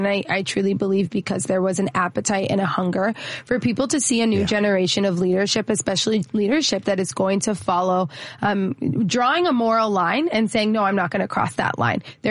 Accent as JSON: {"language": "English", "town": "Chicago", "region": "Illinois", "country": "United States", "tie": "born or raised there", "said": "And growing up on the Southwest side here in Chicago, I grew up in a working class family."}